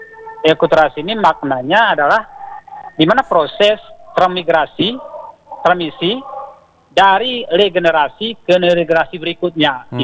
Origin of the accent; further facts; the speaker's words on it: Takengon, Aceh, Indonesia; Karena berangkat kampung kita di Tweren.